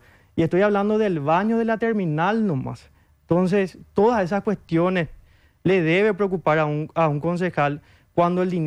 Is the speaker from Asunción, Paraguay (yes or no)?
yes; Asunción, Paraguay; Yo soy asunceno, nacido, criado acá